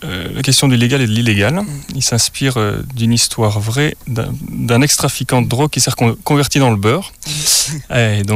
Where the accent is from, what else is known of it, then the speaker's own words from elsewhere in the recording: Wallonia, Belgium; Pourtant, je viens du Namurois et je pense qu'il est un peu moins marqué là-bas.